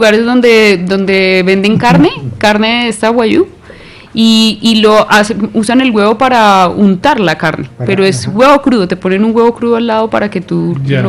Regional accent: Zipaquirá, Cundinamarca, Colombia; No, nunca nací, pero sí soy de Zipaquirá.

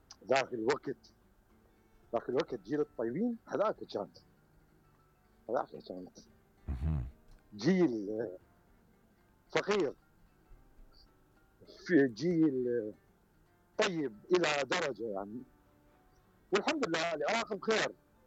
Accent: Mosul, Nineveh, Iraq; أنا من الموصل، من قرى الموصل من سهم نينوى العيد جاي.

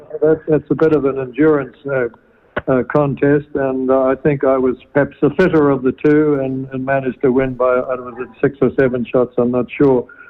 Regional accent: Masterton, Wellington, New Zealand; also born or lived in Carterton / Martinborough; I lived the first 20 years of my life in the Wairarapa, but I only lived in Martinborough and Masterton, but not Carterton.

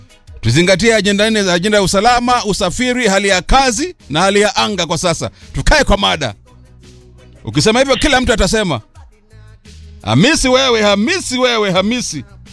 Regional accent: Western Kenya, Kenya; Na mimi ni wa Western.

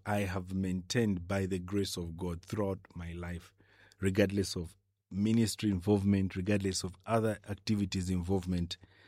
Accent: Kalulushi, Copperbelt, Zambia; You know, I grew up in Kalulushi

